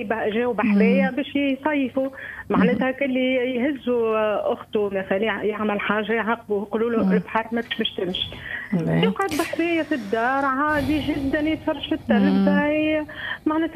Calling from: Korba, Nabeul Governorate, Tunisia

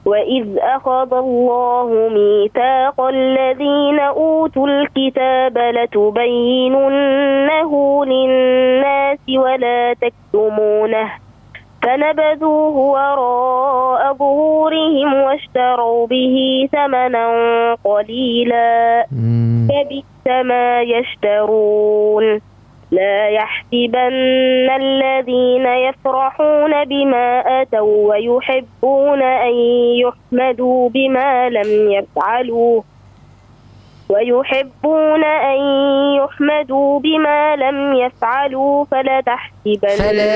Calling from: Ouardanine, Monastir Governorate, Tunisia; من الوردانين.

